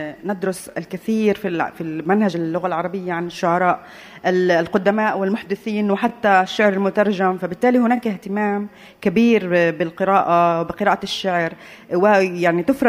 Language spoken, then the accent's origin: Arabic; Palestine; وهذا الشيء يعني يجب أن نحن كفلسطينيين نشكر كل من اهتم بالشعر وترجمه